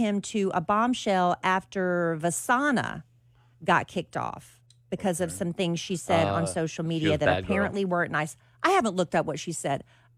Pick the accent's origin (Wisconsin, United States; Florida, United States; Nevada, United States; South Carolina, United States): South Carolina, United States; moved away; I'm from South Carolina.